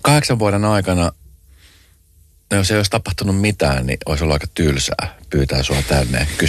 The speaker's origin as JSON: {"language": "Finnish", "town": "Espoo", "region": "Uusimaa", "country": "Finland", "said": "mäkin olen Espoosta"}